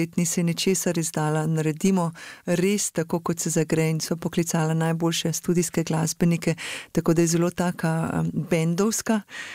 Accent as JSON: {"language": "Slovenian", "town": "Lesce", "region": "Upper Carniola", "country": "Slovenia", "tie": "born or raised there", "said": "jaz sem doma iz Lesc na Gorenjskem, kjer kraljuje nad vasjo stol in tudi cele karavanke zelo zaznamujejo te kraje in za mene je ta pogled bil vedno pogled na dom."}